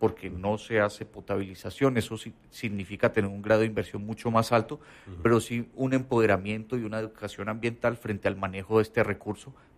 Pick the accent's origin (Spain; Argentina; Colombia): Colombia; now in Torreón, Mexico